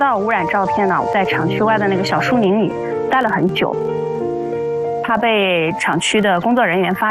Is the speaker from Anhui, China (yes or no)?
yes; Anhui, China; 作为一个安徽人，从小生活在这样的一个江河流域。